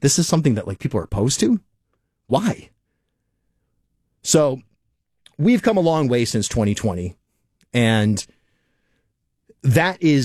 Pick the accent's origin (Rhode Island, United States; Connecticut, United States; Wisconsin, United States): Rhode Island, United States; Charlestown; Remember, folks, I grew up down there in Charlestown. I grew up in South County.